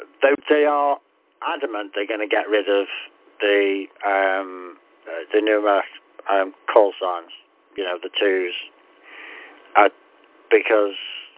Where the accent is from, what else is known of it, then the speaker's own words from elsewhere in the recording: Liverpool, North West England, United Kingdom; I come from Liverpool.